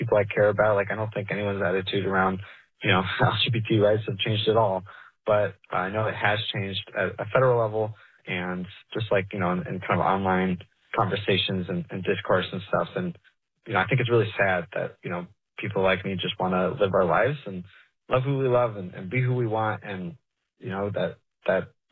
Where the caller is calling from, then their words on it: Chicago, Illinois, United States; I'm calling from Chicago.